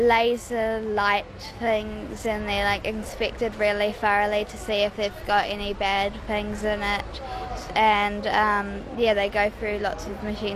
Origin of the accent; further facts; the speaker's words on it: Auckland, New Zealand; I'm from Auckland.